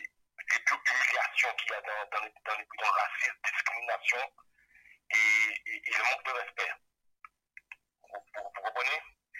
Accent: Guadeloupe; now in France; moi je suis un Guadeloupéen et j'ai le mental.

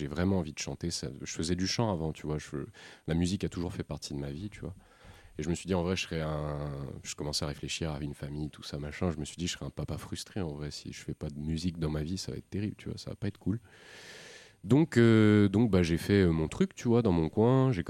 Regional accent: Paris, Île-de-France, France; moi c'est que j'étais à Paris toute ma jeunesse

